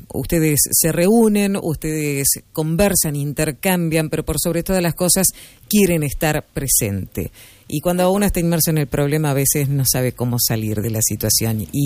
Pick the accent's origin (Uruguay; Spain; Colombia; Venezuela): Uruguay; Somos solidarios los uruguayos.